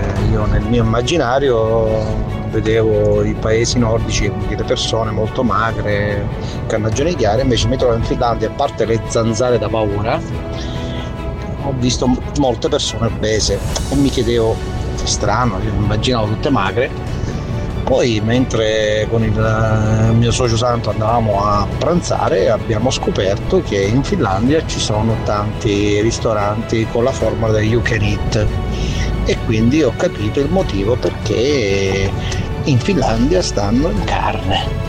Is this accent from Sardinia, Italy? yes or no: no; Santa Teresa di Riva, Sicily, Italy; vengo da Santa Teresa di Chiva in provincia di Messina